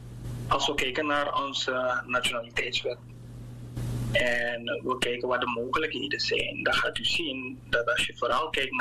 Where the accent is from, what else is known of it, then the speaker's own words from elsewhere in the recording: Suriname; ik denk dat wij als Surinamer toch wel in een nadere stadium moeten gaan kijken naar het eigenlijk realiseren van onze wetgeving met betrekking tot naturalisatie.